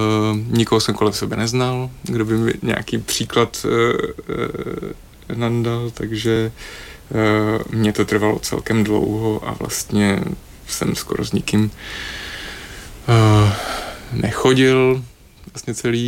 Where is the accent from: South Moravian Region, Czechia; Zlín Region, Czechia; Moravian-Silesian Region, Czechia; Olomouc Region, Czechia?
Olomouc Region, Czechia; Olomouc; jak jsme oba z Olomouce